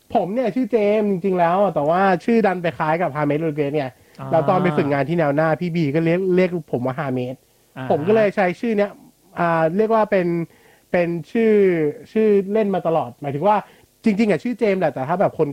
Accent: Min Buri, Bangkok, Thailand; born there; คุณพ่อเป็นคนประจวบแล้วก็ทุกวันนี้ก็แต่ผมเกิดกรุงเทพนะเกิดที่มินบุรีผมได้เกิดมิน

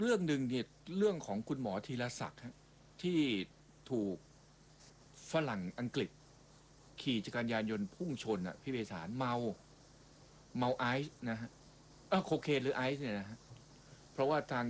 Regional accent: Ko Samui, Surat Thani, Thailand; born there; ที่นี่แหละฮะสมุยนั่นแหละครับ

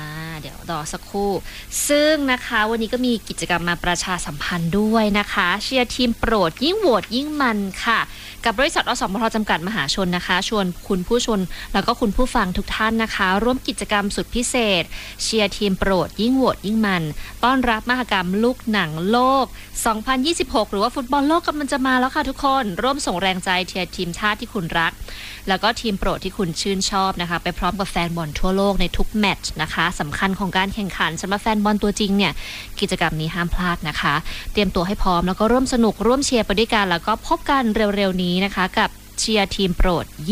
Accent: Bang Kruai, Nonthaburi, Thailand; โอ้โหรู้ได้ไงว่าหนูเป็นคนนนทบุรีเป็นคนบางกรวยเนี่ย

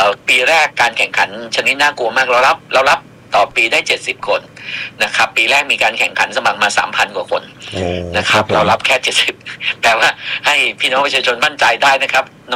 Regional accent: Sakon Nakhon, Thailand; พวกเราทุกคนที่เป็นชาวสกลนคร

